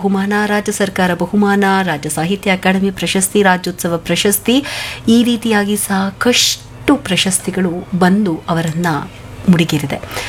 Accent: Karnataka, India; ನಾವು ಕನ್ನಡಿಗರು ಬಹಳ ಹೆಮ್ಮೆ ಪಡುವಂತಹ ಒಬ್ಬ ಲೇಖಕರ ಕುರಿತಾದಂತಹ ದಿನ ಇವತ್ತು.

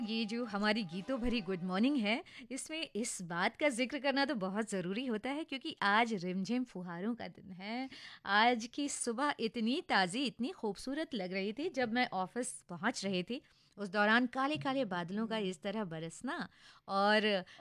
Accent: Delhi, India; जो हम दिल्ली वाले हैं

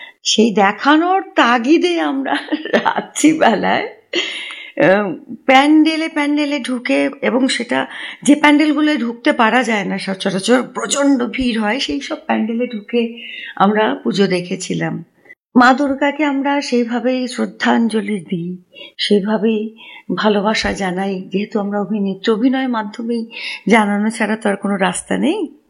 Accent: Kolkata, West Bengal, India; খুব ছোটবেলায় যেহেতু আমি উত্তর কলকাতার মেয়ে এবং একান্নবর্তী পরিবারের মেয়ে ছিলাম

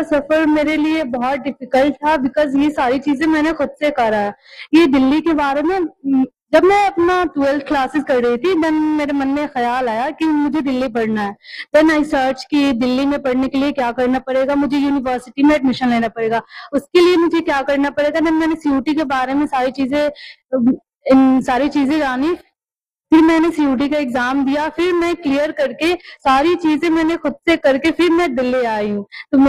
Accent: Bihar, India; now in Delhi, India; मैं बिहार से आई हूँ।

